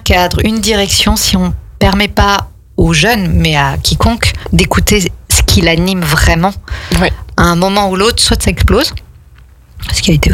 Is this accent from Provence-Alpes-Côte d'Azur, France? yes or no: no; Strasbourg, Grand Est, France; now in Aix-les-Bains, France; déjà enfant, je suis strasbourgeoise et j'habitais pas au centre-ville, mais vraiment la périphérie qui est vraiment juste à côté. Et il y avait encore forêt urbaine, il y avait encore les champs et tout à l'époque.